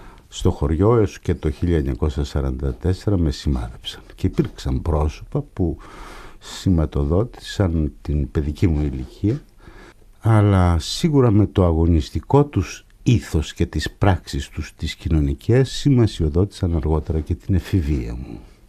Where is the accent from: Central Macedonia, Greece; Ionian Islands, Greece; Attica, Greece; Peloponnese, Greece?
Central Macedonia, Greece; Kato Theodoraki; moved away; το χωριό μου, το Κάτω Θεοδωράκι του Κυλκής, όπου γεννήθηκα στις 7 Μαΐου του 1936. Όλοι οι κάτοικοι είναι πρόσφυγες, κυρίως πόντοι, λίγες οικογένειες μικρασιάτες και 5-6 οικογένειες σαρακατζανέοι.